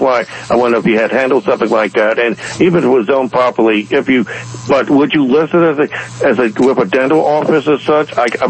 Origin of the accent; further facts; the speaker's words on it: Washington, District of Columbia, United States; when I was growing up in Washington, D.C.